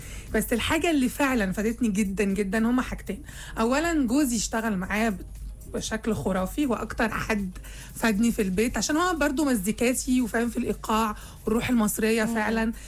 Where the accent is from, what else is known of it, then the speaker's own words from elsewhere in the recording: Syria; now in Egypt; اكيد طبعا ده بلدي، وانا ولدت في سوريا وعشت واهلي سوريين، بس انا دلوقتي فعلا يعني بحس نفسي مصرية جدا